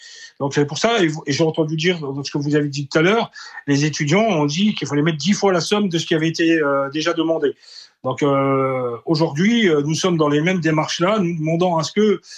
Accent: Grand Est, France; parce que moi, je suis de la Lorraine.

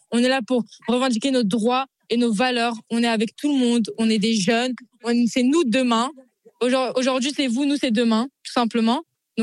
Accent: Île-de-France, France; Je viens du 94.

